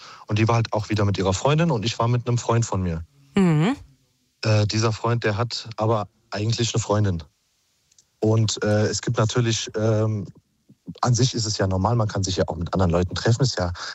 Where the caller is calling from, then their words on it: Bad Homburg, Hesse, Germany; Rufe aus Bad Homburg an.